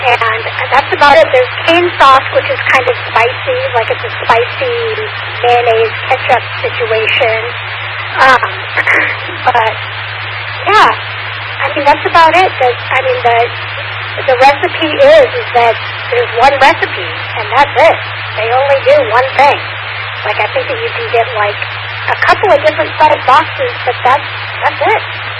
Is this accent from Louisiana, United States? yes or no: yes; Baton Rouge, Louisiana, United States; So, as y'all know, I am from Baton Rouge, Louisiana, so the south of Louisiana